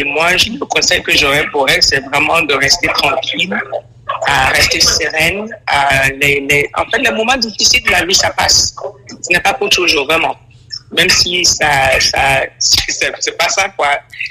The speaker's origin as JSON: {"language": "French", "town": "Conakry", "country": "Guinea", "tie": "born there", "said": "Moi, je suis née en Guinée-Conakry, mais mes études sont basées sur le Ghana"}